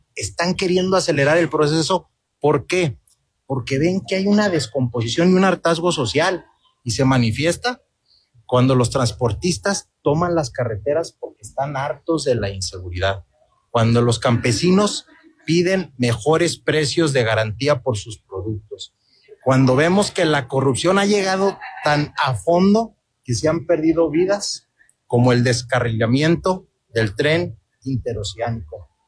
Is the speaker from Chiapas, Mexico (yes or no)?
no; Durango, Mexico; tenemos que hacerlo todos como mexicanas, como mexicanos, como duranguenses